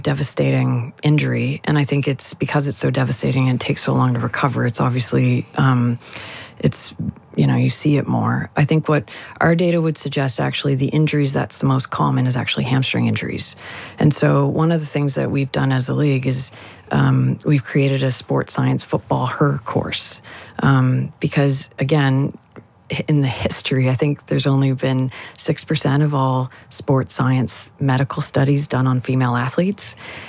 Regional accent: Canada; I'm Canadian

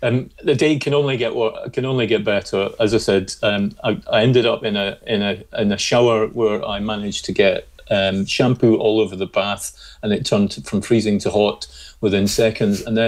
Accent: Scotland, United Kingdom; I'm going to brush up on my Scottish accent because I'm often accused of not being a proper Scot

